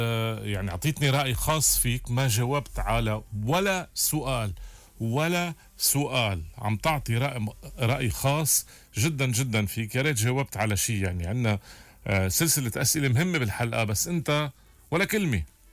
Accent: Lebanon; نحن كلنا كلبنانيين

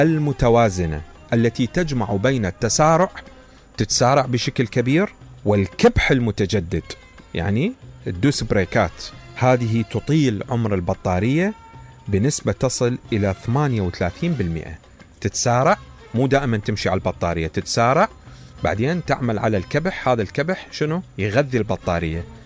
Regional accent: Iraq; وهذه احنا ما متوفرة عندنا بالعراق

